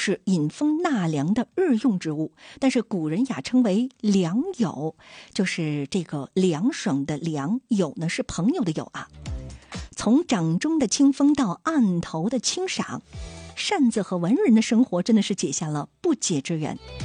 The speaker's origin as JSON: {"language": "Chinese", "town": "Dalian", "region": "Liaoning", "country": "China", "said": "也可以尝试安排一下咱们家乡大连的文化之旅。"}